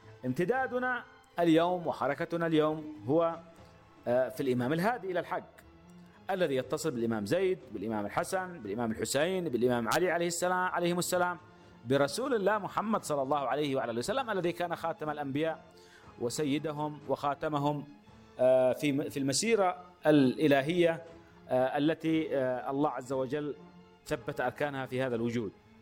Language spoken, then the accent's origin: Arabic; Yemen; وهذا ما يحتم علينا كيمنيين أن نعود إليه لندرسه باعتباره تراثا